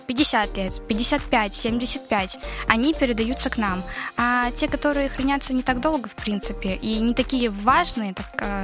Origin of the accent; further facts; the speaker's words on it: Minyar, Chelyabinsk Oblast, Russia; moved away as an adult; Я приехала год назад из Челябинской области, с маленького городка Миньяр.